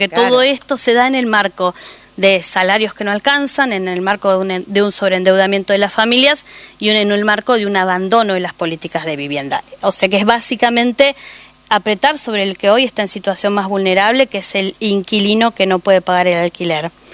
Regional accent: San Carlos de Bariloche, Río Negro, Argentina; Yo soy patagónica, soy de San Carlos de Bariloche

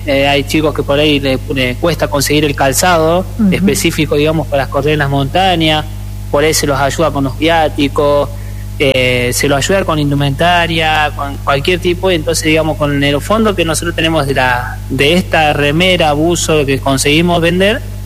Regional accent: Córdoba, Argentina; Después está Mikey de Salta, bueno, yo soy de Córdoba

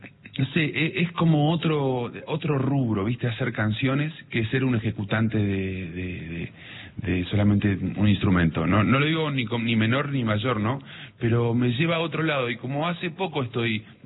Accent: Cutral Có, Neuquén, Argentina; born or raised there; now in Buenos Aires, Argentina

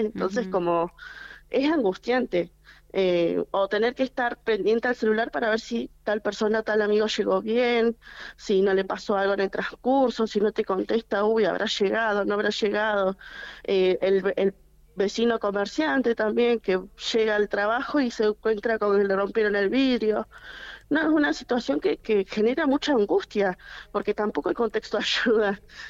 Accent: Caleta Olivia, Santa Cruz, Argentina; No, la verdad, y más para uno que es de acá y vive acá y te preguntan, vas a tal lado, ¿de dónde sos? De Caleta.

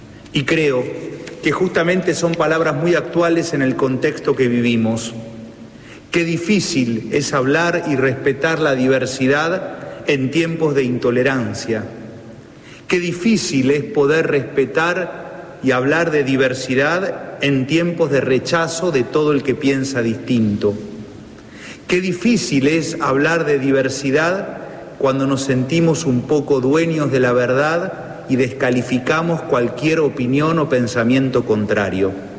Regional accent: Argentina; como pueblo argentino somos nación.

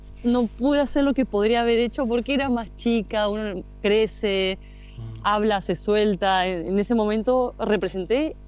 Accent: Río Gallegos, Santa Cruz, Argentina; born or raised there

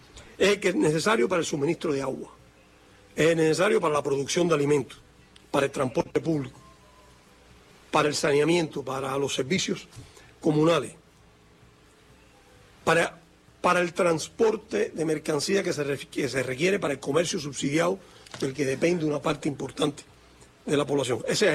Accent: Cuba; Somos el pueblo cubano.

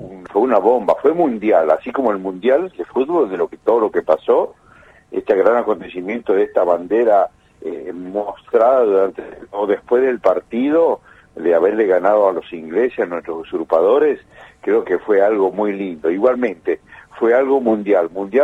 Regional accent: Argentina; me emociona como argentino, como veterano, como hincha, y bueno, creo que todos los argentinos nos unió la camiseta

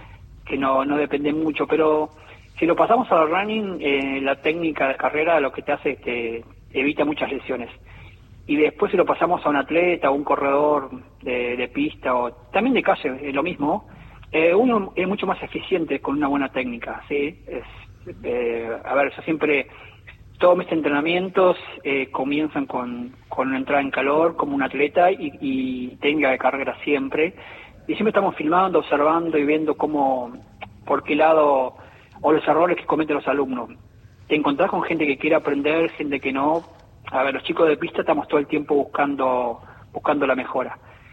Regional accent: Entre Ríos, Argentina; Villaguay, que está cerca de mi pueblo

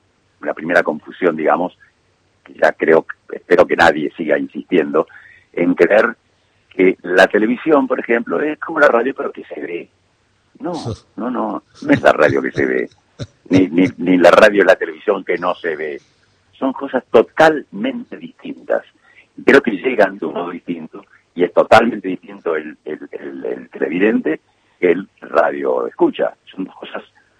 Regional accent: Argentina; yo soy hijo de uruguayo, soy uruguayo argentino.

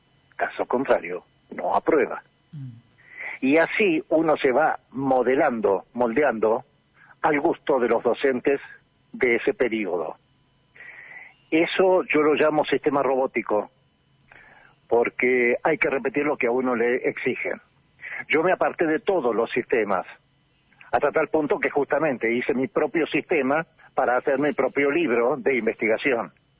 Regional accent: Bahía Blanca, Buenos Aires Province, Argentina; now in Patagonia, Argentina; Soy patagónico por adopción, llegué en el año 78 de Bahía Blanca. Ingresé en la carrera de Historia, profesorado en Historia

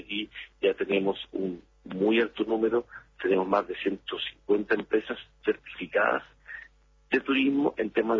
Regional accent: Chile

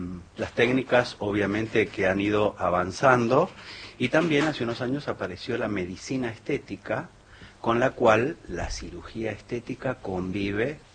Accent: Palmira, Mendoza, Argentina; Estudié en la Universidad Nacional de Cuyo, soy de un pueblito de Palmira, que le mando un saludo a toda

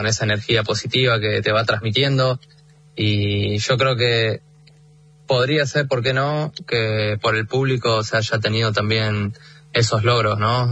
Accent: La Plata, Buenos Aires Province, Argentina; Yo soy de La Plata.

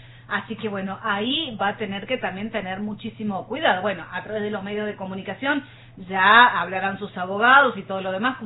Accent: Argentina; todos los hermosísimos momentos que nos has hecho pasar como argentinos

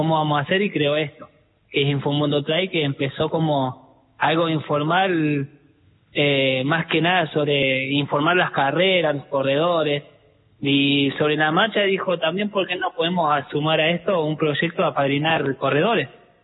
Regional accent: Córdoba, Argentina; bueno, yo soy de Córdoba

